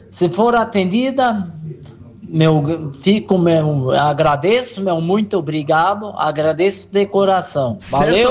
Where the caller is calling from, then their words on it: Santa Catarina, Brazil; Eu tô falando de Beato Roque.